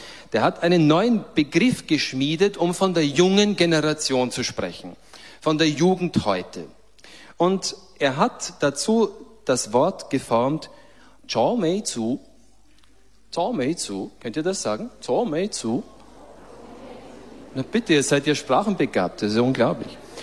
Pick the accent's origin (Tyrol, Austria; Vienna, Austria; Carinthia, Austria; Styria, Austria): Styria, Austria; Ich bin ja Steirer.